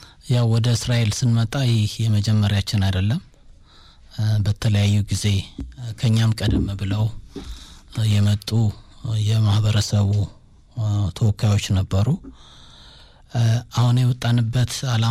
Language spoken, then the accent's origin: Amharic; Kechene, Addis Ababa, Ethiopia; ከዛ የተሰደደ መጥቶ ቀጨኔን መስርቶ ቀጨኔ ከሚኖረው እኔ አሁን ቀጨኔ ነው ተወልጄ ያደኩት።